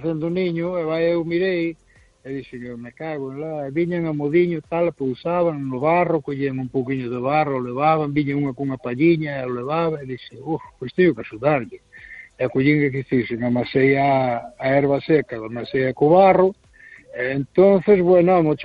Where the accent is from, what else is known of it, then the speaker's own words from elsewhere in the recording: Vigo, Galicia, Spain; iso que son de Vigo, porque eu quero que haya derbi.